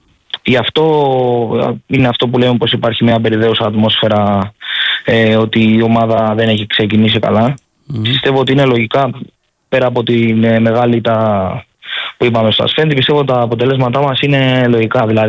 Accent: Kalavarda, South Aegean, Greece; από τα Καλαβάρδα είμαι.

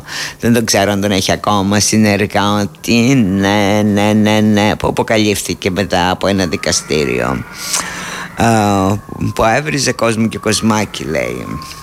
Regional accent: Greece; Νιώσαμε εμείς οι υπόλοιποι ντροπή ως Έλληνες.

